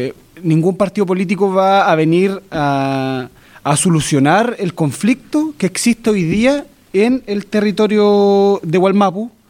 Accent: Araucanía, Chile; yo también soy parte del LOF ROFUE, nacido y criado en el LOF ROFUE

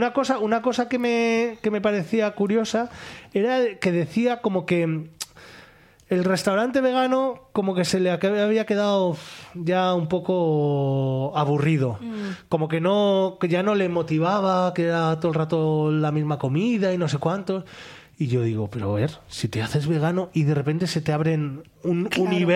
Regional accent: La Rioja, Spain; en La Rioja, de donde soy yo

